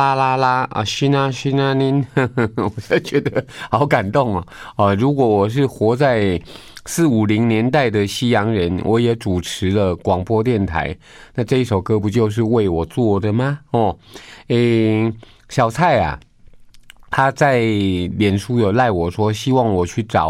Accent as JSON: {"language": "Chinese", "country": "Taiwan"}